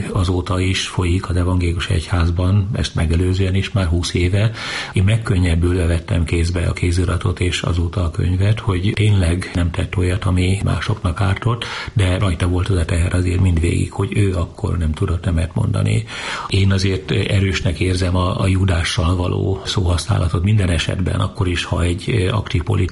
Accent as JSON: {"language": "Hungarian", "town": "Csögle", "region": "Veszprém County", "country": "Hungary", "tie": "born or raised there", "said": "Kezdában születtem, de akkor még bőven vidéken éltünk."}